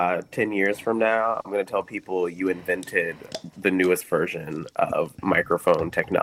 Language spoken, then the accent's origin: English; the South, United States; as an American in the Southern tradition